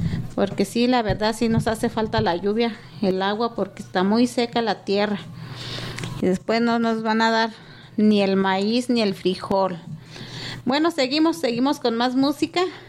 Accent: Cerquitas, Mexico; Pues yo soy aquí de Cerquitas.

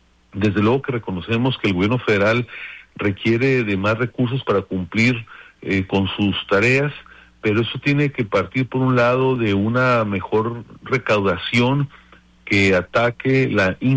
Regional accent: Mexico

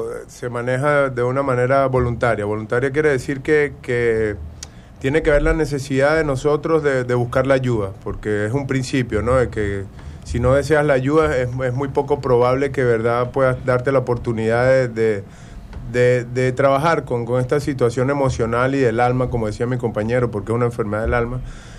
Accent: Venezuela; now in Tabasco, Mexico; yo soy de Venezuela y por circunstancias de la vida terminé aquí en Tabasco

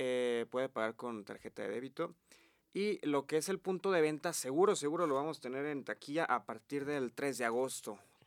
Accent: Calera, Zacatecas, Mexico; now in Zacatecas, Mexico; yo soy oriundo de Calera, Zacatecas, pero bueno, vivimos aquí ya hace varios años

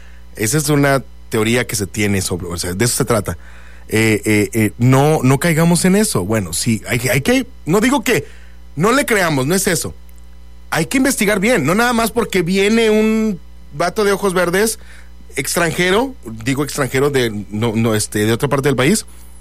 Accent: Mexico; Nosotros como mexicanos

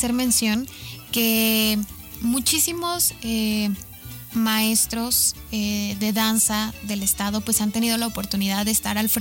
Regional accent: Aguascalientes, Mexico; los que somos de aquí de Aguascalientes, tenemos tal vez a un abuelo

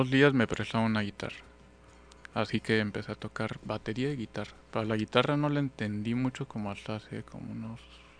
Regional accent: Acapulco, Guerrero, Mexico; moved away as an adult; also born or lived in Mexico City; yo soy acapulqueño, ajá, nací aquí, crecí aquí, viví hasta los 18 años aquí. Ajá. Y después me fui a vivir a la Ciudad de México, me fui a estudiar música. Viví como 13 años allá.

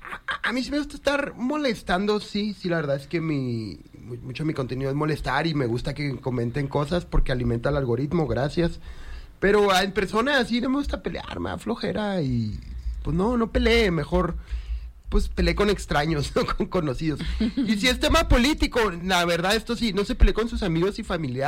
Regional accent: Chihuahua, Mexico; Yo soy chihuahuita, capitalino.

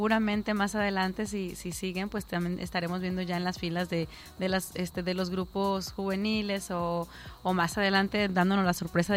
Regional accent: Colima, Mexico

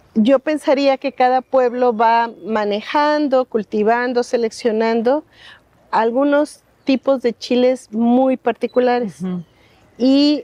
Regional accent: Veracruz, Mexico; Lo aprendí porque mi cultura, mi familia, venimos de la Huasteca Veracruzana, sí, y ahí nos decían

